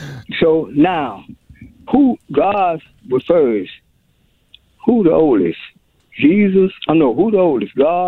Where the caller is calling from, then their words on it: North Carolina, United States; Longbird, North Carolina.